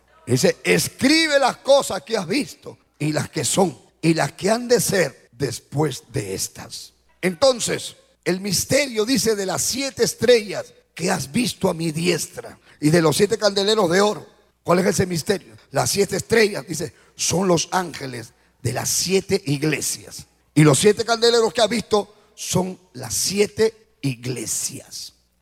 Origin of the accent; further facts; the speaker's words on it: Chiclayo, Lambayeque, Peru; Nosotros somos los peruanos, porque nacimos en Perú. Y aún estando en Perú, nosotros somos chiclayanos, porque somos de la ciudad de Chiclayo.